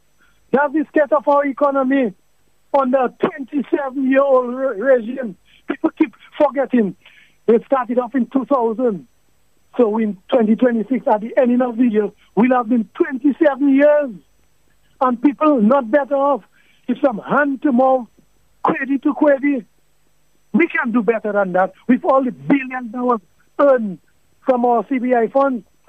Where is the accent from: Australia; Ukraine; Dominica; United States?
Dominica; Roseau, Saint George; when I grew up in Goodwill area, mm-hmm. my parents had a shop